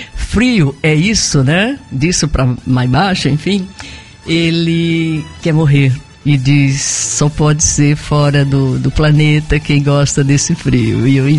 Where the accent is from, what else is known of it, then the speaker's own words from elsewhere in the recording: Northeast Region, Brazil; now in São Paulo, Brazil; não sou paranaense, pelo contrário, mas gosto muito, porque o Paraná é no sul, eu sou do Nordeste, lá em cima, no mapa do nosso país